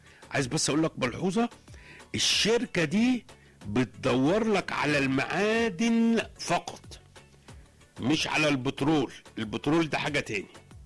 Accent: Egypt

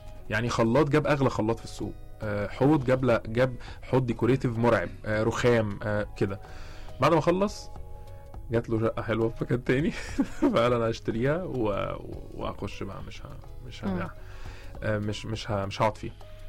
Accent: Egypt; احنا كمهندسين مصريين

